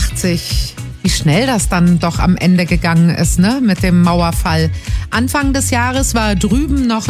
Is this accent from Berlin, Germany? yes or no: yes; Berlin, Germany; Ich bin direkt an der Mauer aufgewachsen